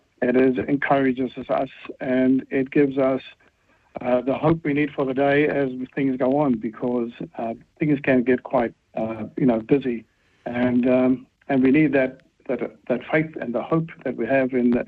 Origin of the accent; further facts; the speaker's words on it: South Africa; moved away as an adult; now in Timaru, New Zealand; And, I'm also from South Africa originally.